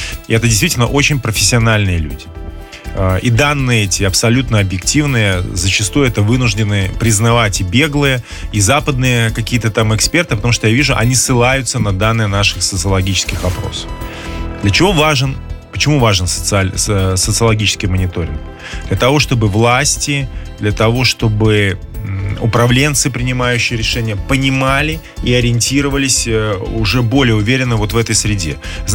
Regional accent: Minsk, Belarus; Но вот я вырос в Минске, будучи школьником в конце 80-х годов.

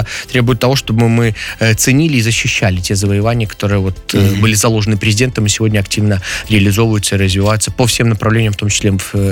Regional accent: Belarus; чтобы мы, белорусы, жили на своей земле по своим законам

